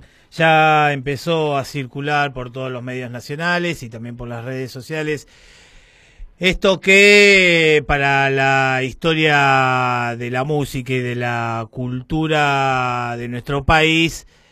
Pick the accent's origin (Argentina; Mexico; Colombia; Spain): Argentina